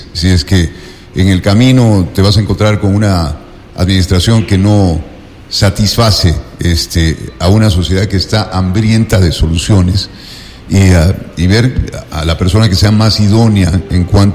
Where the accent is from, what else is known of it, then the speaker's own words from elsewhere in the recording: Quito, Pichincha, Ecuador; la responsabilidad que tenemos como quiteños de la provincia de Pichincha